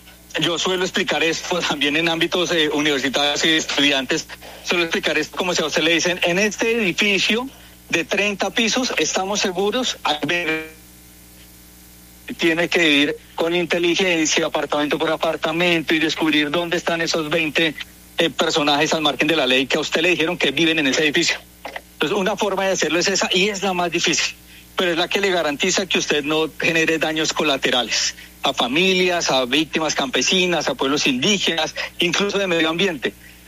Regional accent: Colombia

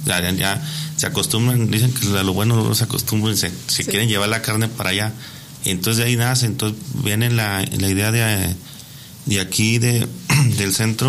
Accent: Guadalupe Victoria, Durango, Mexico; Nosotros somos de Guadalupe, Victoria, Durango. Dice en la región de los Llanos. Allá pues más que nada es una región agricultora.

